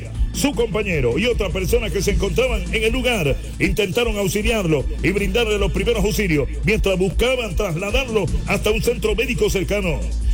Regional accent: Cartagena, Bolívar, Colombia; Oiga, qué vaina linda mi ciudad amurallada, mi corralito.

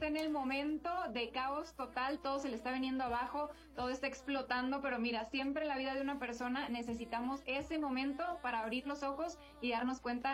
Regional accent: Ciudad Victoria, Tamaulipas, Mexico; moved away; De Tamaulipas, de Ciudad Victoria, Tamaulipas

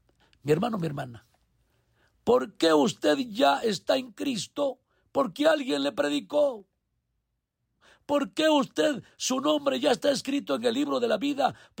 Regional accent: Santa Cruz Huitzilopochtli, Puebla, Mexico; hoy le invité con todo su equipo de predicadores para que trajéramos la palabra a mi pueblo natal, a mi pueblo nativo, Santa Cruz, Huitzilopochtli, Puebla.

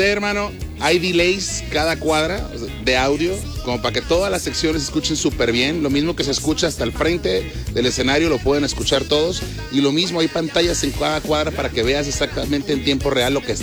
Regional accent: Guadalajara, Jalisco, Mexico; Orgullosamente tapatíos

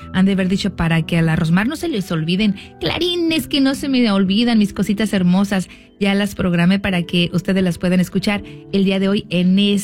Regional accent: Michoacán, Mexico; now in Tucson, United States; Mándale saludos por favor a toda la gente que somos de Michoacán y que radicamos acá en Tucson, Arizona.

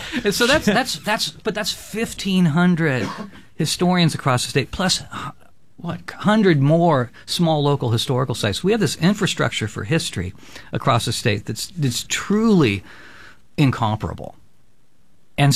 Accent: California, United States; because I grew up in California with Father Sarah, Jim Procera, and he's now been canonized.

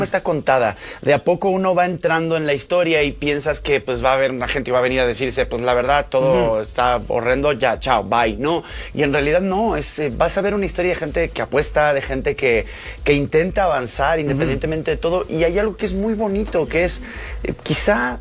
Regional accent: Argentina; Sí, yo como argentino lo sé, o sea, en pleno desmadrito que traemos

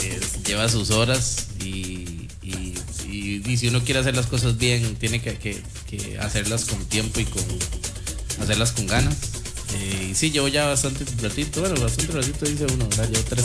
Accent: Guápiles, Limón, Costa Rica; moved away as an adult; also born or lived in Turrialba / Monterrey, Mexico; yo nací en Turrialba. Yo soy guapileño, nací en Turrialba, pero yo soy guapileño de toda la vida.

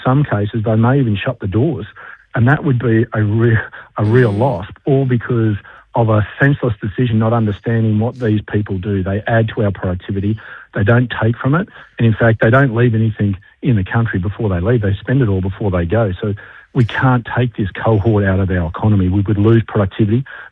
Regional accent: Queensland, Australia; I mean, I'm from Western Queensland.

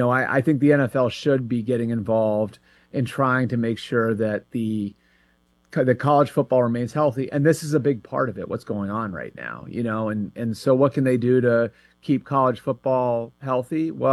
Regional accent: Northeast, United States; quite frankly, I'm from the Northeast, so I feel like I can say this

